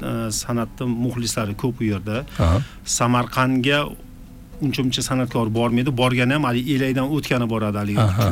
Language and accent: Uzbek; Shahrixon, Andijan Region, Uzbekistan; born there; moved away; also born or lived in Fergana; O'sha Xo'jaobod mahallasida tug'ilganman. Shu bilan 94-yilda Farg'onaga ketganmiz.